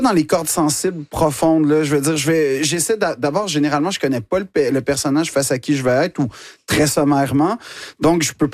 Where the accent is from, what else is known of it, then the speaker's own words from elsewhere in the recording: Quebec, Canada; now in France; Donc, en fait, je ne suis pas un Français. Je suis un Québécois qui est en France.